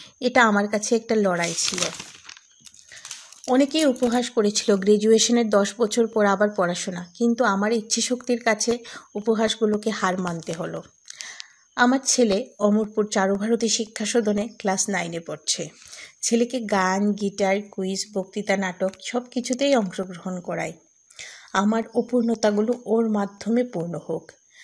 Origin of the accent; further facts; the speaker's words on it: Kailashahar, Tripura, India; moved away as an adult; now in Amarpur, India; আমার বেড়ে ওঠা সংস্কৃতির শহর কৈলা শহরে।